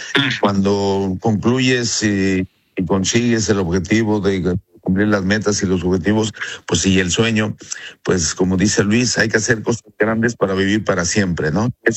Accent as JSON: {"language": "Spanish", "country": "France", "said": "Y yo sí soy francés, así lo comenté con otras palabras, me hubiera deseado enfrentarme a cualquier otro equipo menos a España."}